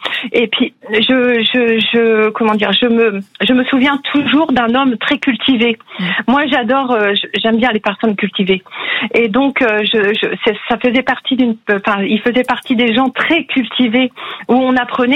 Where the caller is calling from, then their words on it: Aulnoye-Aymeries, Hauts-de-France, France; Je vous appelle de Haumont dans le 59.